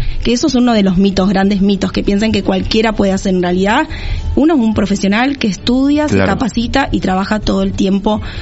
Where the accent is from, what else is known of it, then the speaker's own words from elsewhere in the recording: Punta Alta, Buenos Aires Province, Argentina; also born or lived in Bahía Blanca; soy de Punta Alta.